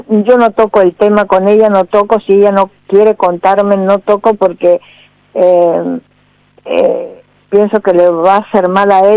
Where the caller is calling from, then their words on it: Rawson, Chubut, Argentina; soy de Rawson Chubut.